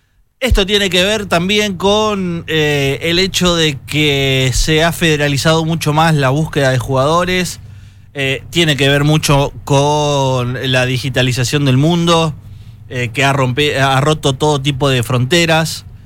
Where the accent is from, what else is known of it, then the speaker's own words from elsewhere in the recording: Salta, Argentina; also born or lived in Chaco, Argentina; cuando yo nací en Chaco, pero me crié en Salta. Cuando de chico decía que yo era chaqueño